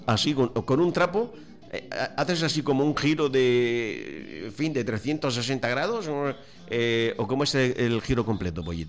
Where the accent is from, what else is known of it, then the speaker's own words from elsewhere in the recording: Spain; quiénes somos los españoles